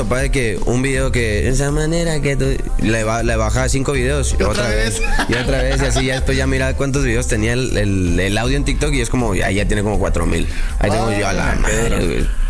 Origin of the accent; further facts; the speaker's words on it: Puerto Peñasco, Sonora, Mexico; Yo soy de Sonora, o sea, de Puerto Peñasco.